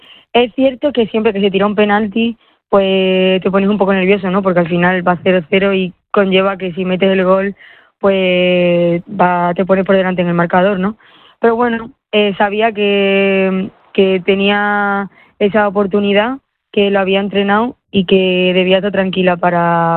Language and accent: Spanish; Málaga, Andalusia, Spain; moved away; me encanta el calor, porque soy de Málaga.